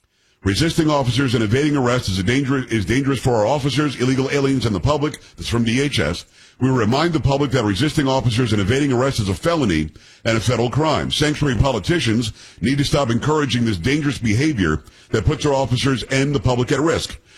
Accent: Florida, United States; I know a lot of people in San Antonio say Perez. I say Perez. I grew up in South Florida.

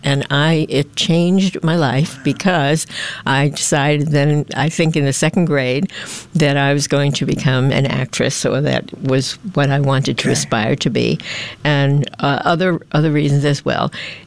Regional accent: New York City, New York, United States; born or raised there

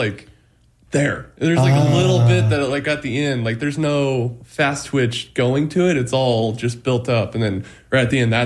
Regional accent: Kansas City, United States; I grew up in Kansas City

